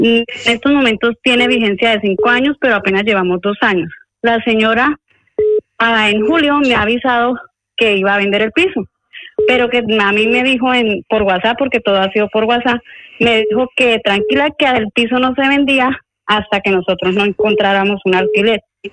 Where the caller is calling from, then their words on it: Madrid, Community of Madrid, Spain; llamo de Madrid.